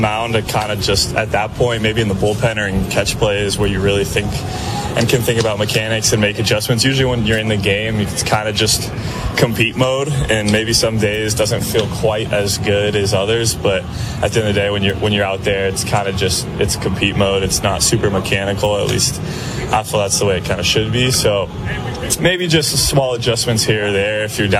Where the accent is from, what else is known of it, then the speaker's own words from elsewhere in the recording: California, United States; I'm from California, so it's kind of similar weather to what I grew up in, playing